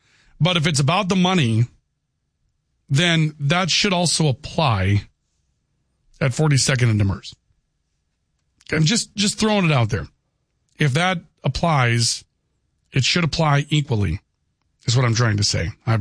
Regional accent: Valley City, North Dakota, United States; Okay, I am from Valley City. Okay?

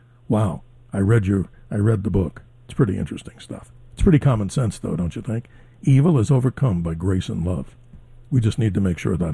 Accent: New York City, New York, United States; born there; now in Arizona, United States; I'm a New Yorker at heart, Drew, even though I live here in Arizona right now, born in Jamaica, Queens, and always proud of my New York heritage.

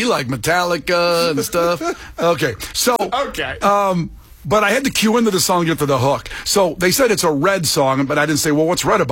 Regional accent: Ohio, United States; I like all that stuff. I like all of it. I grew up in Ohio.

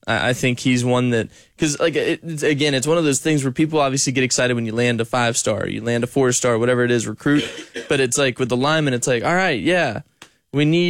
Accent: Walterboro, South Carolina, United States; my hometown of Walterboro that you just talk to, and even I, somebody who grew up there

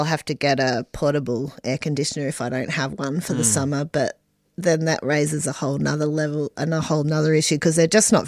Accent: Perth, Western Australia, Australia; now in Victoria, Australia; I grew up rurally in WA, but then by the time I was a teenager, I was living in Perth

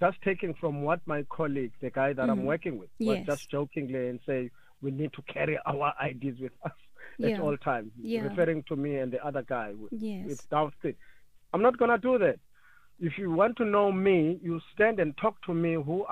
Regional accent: South Africa; now in Cape Town, South Africa; you're talking to someone who's got a dark skin, but born in South Africa, born and bred in South Africa

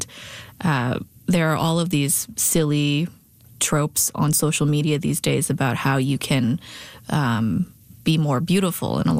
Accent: Saskatoon, Saskatchewan, Canada; I think, you know, growing up in Saskatoon in the early 90s

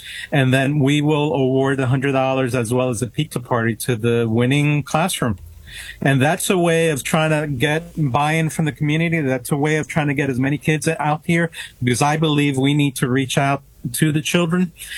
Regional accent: New York City, New York, United States; also born or lived in Tuxedo

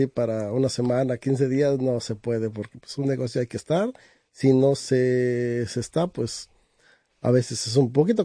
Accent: Oaxaca, Mexico; now in Kingston, United States; Yo vengo de la parte de Oaxaca, el estado de la costa de Oaxaca.

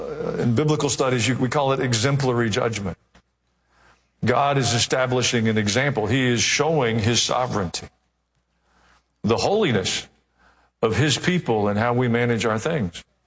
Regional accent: Kansas City, Missouri, United States; born there; I was born in Kansas City, Missouri.

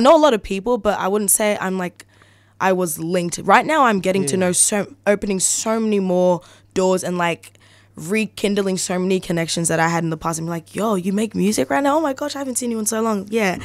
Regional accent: Collingwood, Victoria, Australia; also born or lived in Richmond / St. Albans; But yeah, we grew up in the flats. I grew up in Collingwood. We moved to Collingwood and then we moved to Richmond.

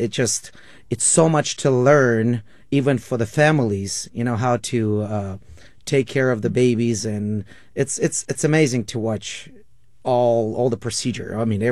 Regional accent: Ukraine; English is a second language; now in United States; I am from Ukraine originally. I grew up there. And in 2005, I moved to United States.

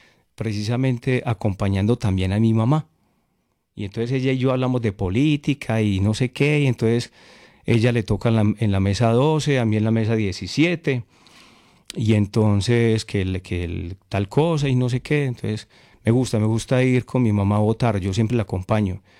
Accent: Concordia, Antioquia, Colombia; yo voto donde nací, yo voto de donde soy, de mi pueblo, de Concordia. Orgulloso de ser concordiano, yo soy ya de ese pueblo, de Concordia, Antioquia.

